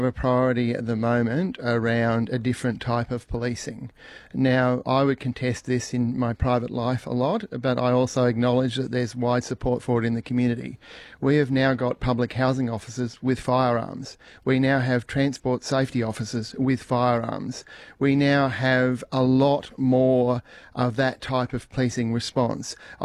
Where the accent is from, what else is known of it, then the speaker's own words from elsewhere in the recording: Northern Territory, Australia; also born or lived in Pintupi Luritja communities; I grew up in Walpri and Amadjara communities, and I spent a lot of time in Pintupi Luritja communities and even Pingalga communities.